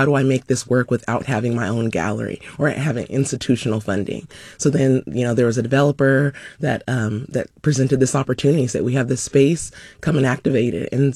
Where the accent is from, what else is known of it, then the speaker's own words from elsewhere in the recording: Sacramento, California, United States; growing up in Sacramento, I've walked past that building hundreds of times, wondering what it was.